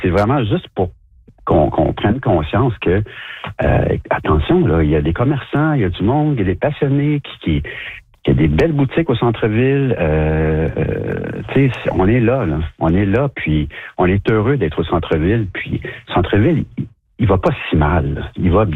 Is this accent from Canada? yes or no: yes; Montreal, Quebec, Canada; moved away; je suis Montréalais d'origine